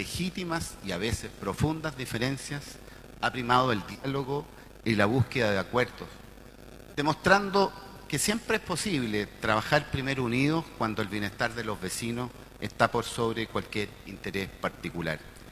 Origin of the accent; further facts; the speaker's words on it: Los Andes, Valparaíso, Chile; born there; quienes nacimos acá en los Andes, que nevaba 4, 5, hasta 6 metros en Portillo.